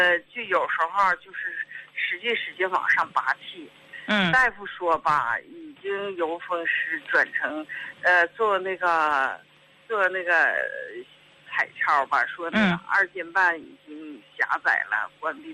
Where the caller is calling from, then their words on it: Harbin, Heilongjiang, China; 我家是哈尔滨的。